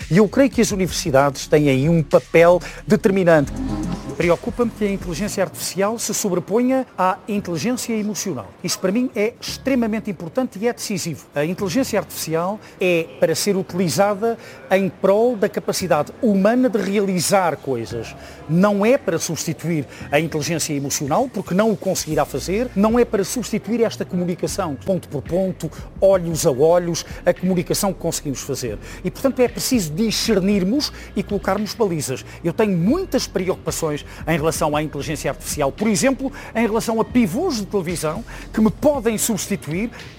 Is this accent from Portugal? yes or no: yes; Amadora, Lisbon, Portugal; now in Azores, Portugal; 58 anos, nascido em Lisboa, criado na Amadora e a viver nos Açores. Sou lisboeta, da freguesia da Pena, que entretanto foi extinta. A ligação aos Açores é paternal e maternal. Eu sou lisboeta, filho de um feialense e de uma terceirense.